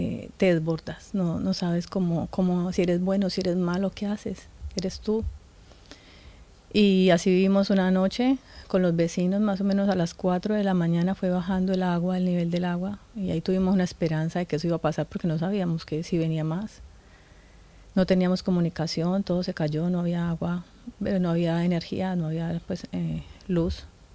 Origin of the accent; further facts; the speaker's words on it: Colombia; moved away as an adult; now in Catarroja, Spain; yo soy colombiana, llegué aquí hace aproximadamente 2 años, con todas las ilusiones de empezar de cero.